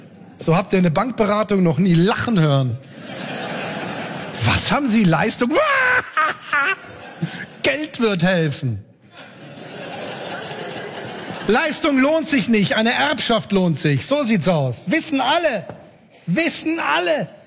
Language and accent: German; Germany